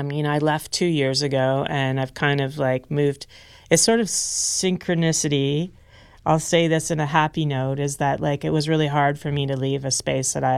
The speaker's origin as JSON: {"language": "English", "town": "Kingston", "region": "Ontario", "country": "Canada", "tie": "born or raised there", "said": "I got the honor to curate the new big festival in Kingston, which is a great honor to be booking for my hometown"}